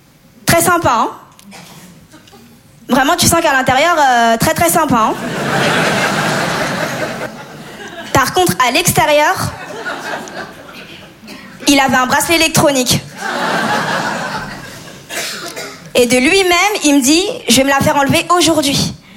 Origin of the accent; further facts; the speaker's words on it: Comoros; Je suis comorienne, maorèse malgache. C'est des îles dans l'océan Indien. Ce qui explique mon teint aussi.